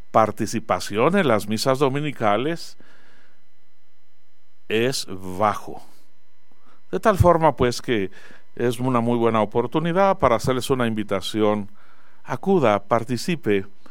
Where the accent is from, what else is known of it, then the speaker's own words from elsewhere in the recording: Zacatecas, Mexico; nuestro pueblo, nuestra sociedad zacatecana y nuestra sociedad mexicana